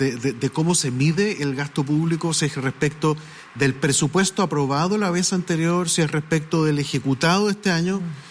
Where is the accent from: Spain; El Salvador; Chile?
Chile; somos todos los chilenos